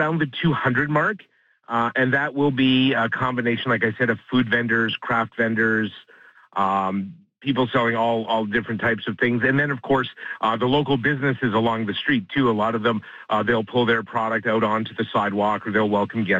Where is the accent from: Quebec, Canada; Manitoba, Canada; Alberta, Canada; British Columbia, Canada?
Manitoba, Canada; Morden; born or raised there